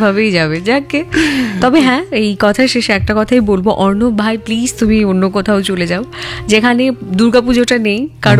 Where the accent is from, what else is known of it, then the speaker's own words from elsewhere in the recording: Tripura, India; moved away; North east Tripura.